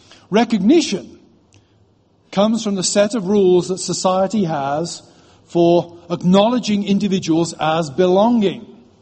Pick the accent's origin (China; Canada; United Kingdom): United Kingdom; now in United States; I'm British.